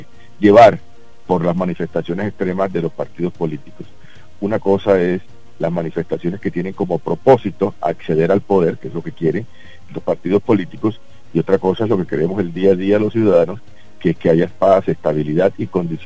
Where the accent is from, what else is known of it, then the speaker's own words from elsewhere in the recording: Colombia; Yo creo que Colombia, independientemente de que nosotros somos muy críticos, cuando uno lo ve desde fuera, es un país que cada vez va a mejor.